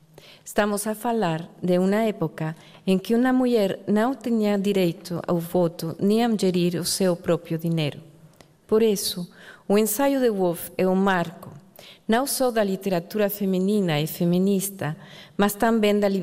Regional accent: Mexico City, Mexico; Portuguese is a second language; Cresci na Cidade de México, rodeada de livros.

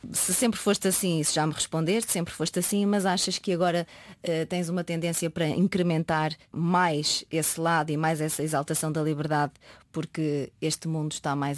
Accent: Norte, Portugal; Não, sou do Norte, sim senhora, mas irrita-me, sou do Minho.

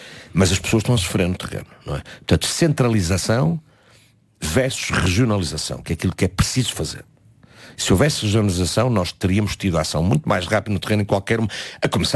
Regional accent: Portugal; Mas a regionalização, somos nós, portugueses, temos que tomar em mãos e exigir, através de um referendo

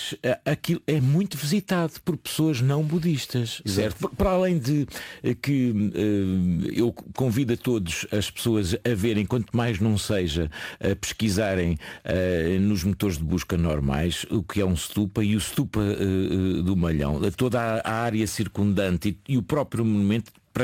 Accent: Portugal; Eu diria que Portugal, sendo português, é um sítio muito especial.

